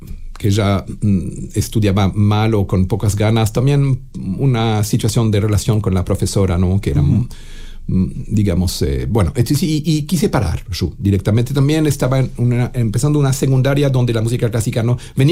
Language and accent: Spanish; Geneva, Switzerland; Suiza francesa, muy cerca de Ginebra. Hoy sería como decir, es como decir que yo nací en Ginebra, pero es un pueblito.